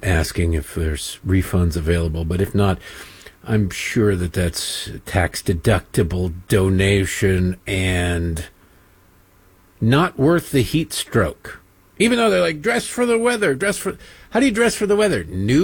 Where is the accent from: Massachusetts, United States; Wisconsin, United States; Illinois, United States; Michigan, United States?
Michigan, United States; I know, I'm a wuss. I grew up in Michigan, though. I ain't used to this.